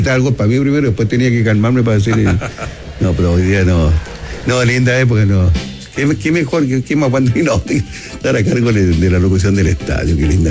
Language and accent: Spanish; Valparaíso, Chile; born there; A mí, ¿por qué soy wanderino? Nací en Valparaíso.